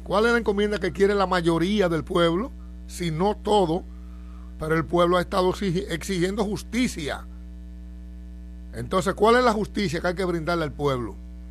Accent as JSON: {"language": "Spanish", "country": "Dominican Republic", "said": "estamos inventando algo importante en República Dominicana"}